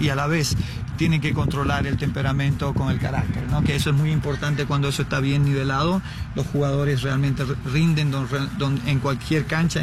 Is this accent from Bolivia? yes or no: yes; Santa Cruz, Bolivia; Yo soy de Santa Cruz, Bolivia.